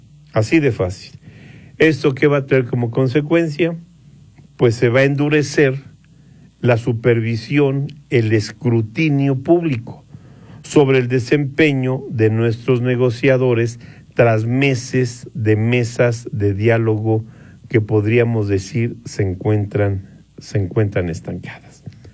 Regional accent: Mexico

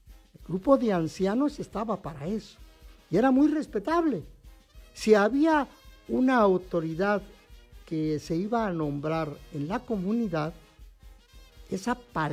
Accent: Huasteca, Mexico; nuestra región huasteca

